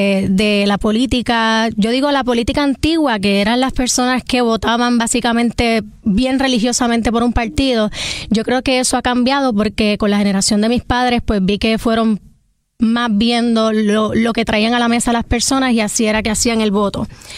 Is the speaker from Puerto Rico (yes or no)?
yes; Puerto Rico; Soy una puertorriqueña